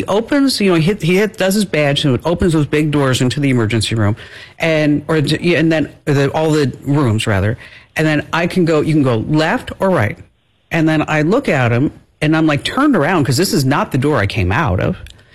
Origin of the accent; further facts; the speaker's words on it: New Jersey, United States; And I said, listen, I'm from New Jersey. I can handle this.